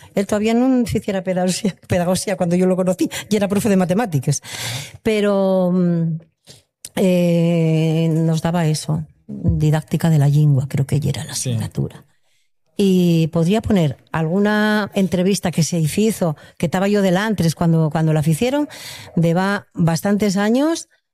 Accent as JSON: {"language": "Spanish", "town": "Avilés", "region": "Asturias", "country": "Spain", "tie": "born or raised there", "said": "Cuando yo nací en Avilés, yo soy de Avilés, nací aquí, fía de gallego y extremeña"}